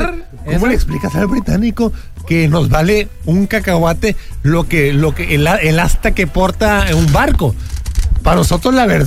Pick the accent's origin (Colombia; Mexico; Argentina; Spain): Mexico; por eso somos mexicanos.